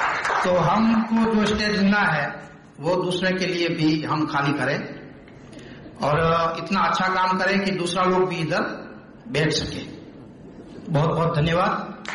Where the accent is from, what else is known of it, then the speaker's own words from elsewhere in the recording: Bhuj, Gujarat, India; मैं गुजरात से आया हूं, कच्छ भुज से।